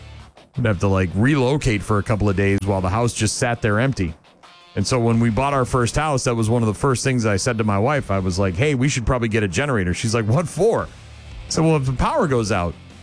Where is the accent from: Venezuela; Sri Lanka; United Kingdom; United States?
United States; New England; moved away; I grew up in the Northeast